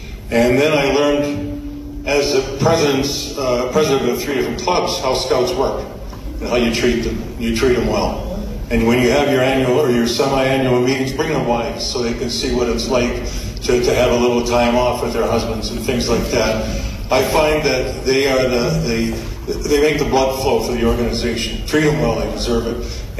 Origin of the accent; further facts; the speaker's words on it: Calgary, Alberta, Canada; I remember when I grew up here in Calgary as a youngster, and I went to work for Safeway.